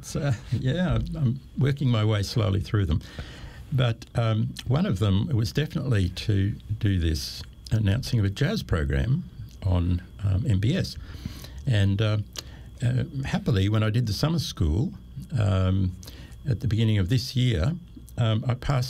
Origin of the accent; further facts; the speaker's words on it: Landsborough, Queensland, Australia; now in Brisbane, Australia; I grew up on the Sunshine Coast at Landsborough, went to Caloundra High, and then came to Brisbane in 1971.